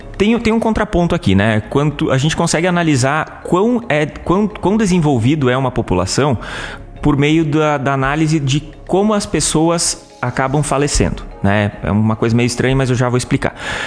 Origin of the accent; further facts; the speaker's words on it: Guaraciaba, Santa Catarina, Brazil; moved away as an adult; also born or lived in Cascavel, Paraná / Porto Alegre; Eu sou daqui, eu sou da região, eu nasci em Guaraciaba, né? Me criei no interior de Guaraciaba, ali em Ouro Verde, né? No interior.